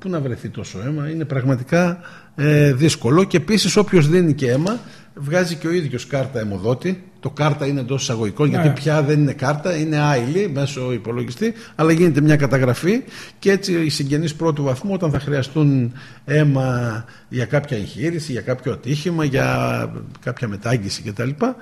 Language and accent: Greek; Thebes, Central Greece, Greece; Αγαπάμε τη Θήβα μας